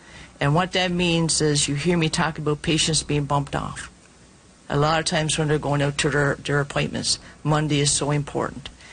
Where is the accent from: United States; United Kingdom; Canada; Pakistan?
Canada; Makkovik, Newfoundland and Labrador; As an Indigenous woman, I grew up in Mackovic in Northern Labrador.